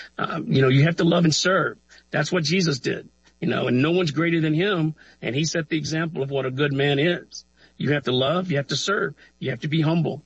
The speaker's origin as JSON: {"language": "English", "region": "the South", "country": "United States", "tie": "born there", "said": "I grew up on wrestling in the South."}